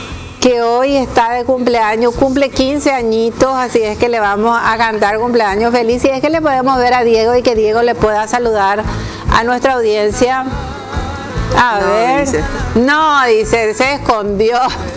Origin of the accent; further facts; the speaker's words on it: Ciudad del Este, Alto Paraná, Paraguay; yo soy prácticamente de Ciudad del Este